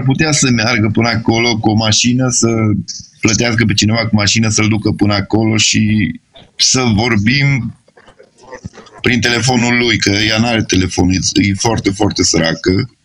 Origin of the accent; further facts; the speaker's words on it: Sighișoara, Mureș County, Romania; Nem, én Segesvárt vagyok, Segesvári vagyok.